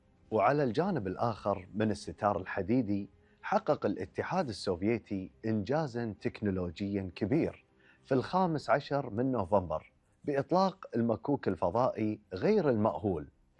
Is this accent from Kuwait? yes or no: yes; Kuwait; ديرتنا الكويت